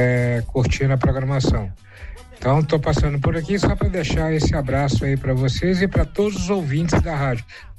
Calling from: São Mateus, Espírito Santo, Brazil; Eu sou do estado do Espírito Santo, né?

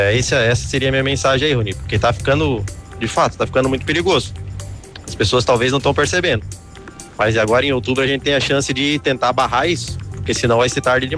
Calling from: Santa Catarina, Brazil; como catarinenses

